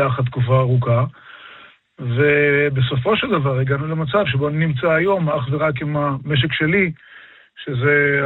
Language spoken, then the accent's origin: Hebrew; Gedera, Central District, Israel; born there; נולדתי בגדרה. אבא שלי נולד בשנת 33 בראשון לציון, ושנה לאחר מכן הם עברו לגדרה. כך שאני נולדתי בגדרה.